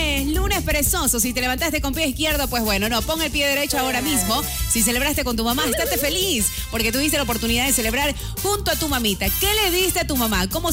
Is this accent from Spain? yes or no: no; Guayaquil, Guayas, Ecuador; soy guayaquileña